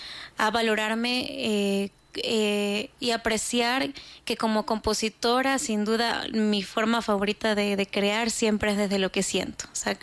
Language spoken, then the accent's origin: Spanish; Imbabura, Ecuador; sentir al Ecuador como lo que de donde vengo, que es la serranía de la Imbabura